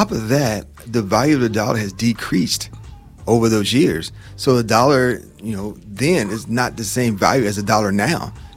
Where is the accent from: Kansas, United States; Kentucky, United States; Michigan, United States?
Kentucky, United States; Lexington; Growing up here in Lexington, a single mother with five children living in the projects.